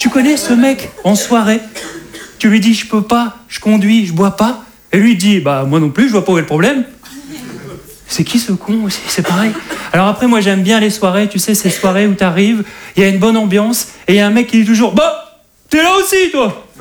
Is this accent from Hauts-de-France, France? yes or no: yes; Hauts-de-France, France; je suis un ch'ti.